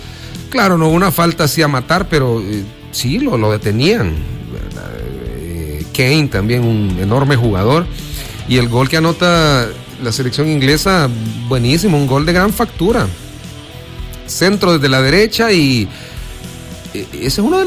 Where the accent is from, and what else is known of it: El Salvador